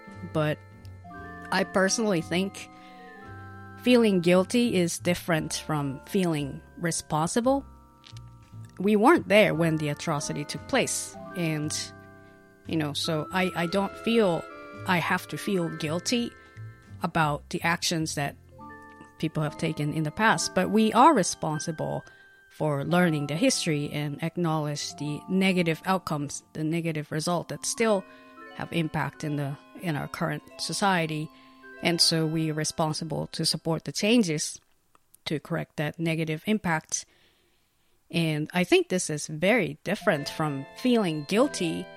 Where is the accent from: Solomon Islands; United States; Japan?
Japan; moved away; I'm from Japan